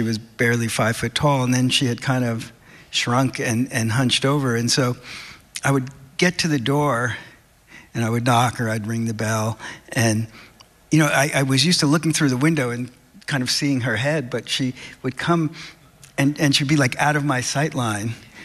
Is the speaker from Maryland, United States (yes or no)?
no; New Jersey, United States; now in Boston, United States; And I was going from Boston to New Jersey 1 week out of every month and spending it there. And so I was in the house that I grew up